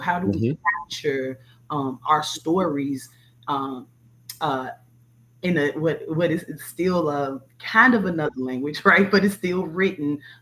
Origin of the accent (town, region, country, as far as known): Chicago, Illinois, United States; born or raised there